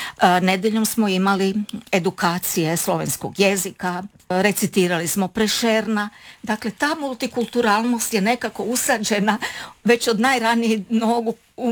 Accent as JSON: {"language": "Croatian", "town": "Rijeka", "region": "Primorje-Gorski Kotar County", "country": "Croatia", "tie": "born or raised there", "said": "kada sam rođena u Rijeci i odrastala, nisam imala priliku osim u obitelji spoznati vjeru."}